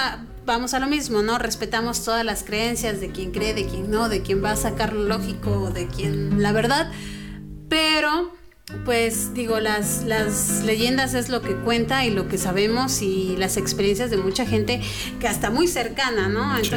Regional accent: Mexico; de como mexicanos, que nos gusta también lo

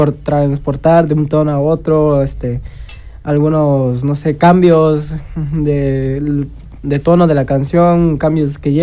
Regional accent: San Pedro, Mexico; logré entrar en una banda ya de mi pueblo, pues, de San Pedro.

